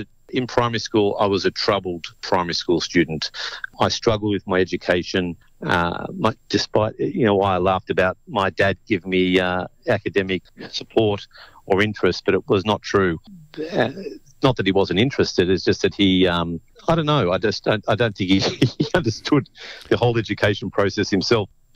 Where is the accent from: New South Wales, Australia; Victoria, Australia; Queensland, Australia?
New South Wales, Australia; Glenbrook; also born or lived in Lane Cove, Sydney; We moved to Glenbrook, just actually at the mouth to the entrance to the Blue Mountains National Park.